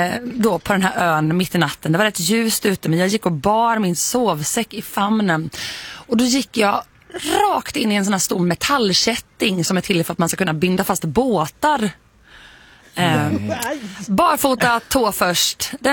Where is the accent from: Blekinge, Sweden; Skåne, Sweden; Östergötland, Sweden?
Blekinge, Sweden; i skärgården precis utanför Blekinge där jag kommer ifrån.